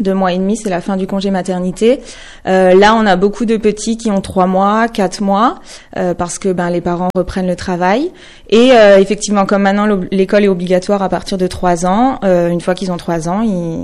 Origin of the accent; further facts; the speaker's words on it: Mercy-le-Bas, Grand Est, France; Non, je ne suis pas originaire de Longuyon, je suis originaire de Mercy-le-Bam.